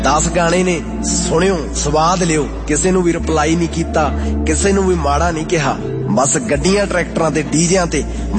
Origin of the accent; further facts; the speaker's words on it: Daula, Punjab, India; ਮੇਰੇ ਪਿੰਡ ਦੌਲੇ ਤੋਂ 4 ਕੁ ਕਿਲੋਮੀਟਰ ਤੇ ਗਿੱਦੜਬਾਹਾ ਸ਼ਹਿਰ ਵਿੱਚ ਇੱਕ ਉਸਤਾਦ ਮਿਲਿਆ